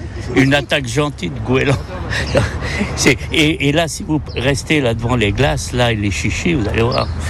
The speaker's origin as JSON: {"language": "French", "region": "Brittany", "country": "France", "tie": "born or raised there", "also_born_or_lived": "Sologne", "moved": "yes", "lives_now": "Les Sables-d'Olonne, France", "said": "Je veux pas dire du mal de ma Bretagne natale"}